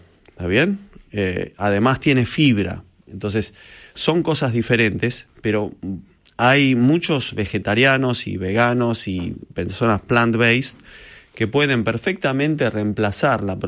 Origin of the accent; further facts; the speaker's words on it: Azul, Buenos Aires Province, Argentina; Yo también soy de Azul.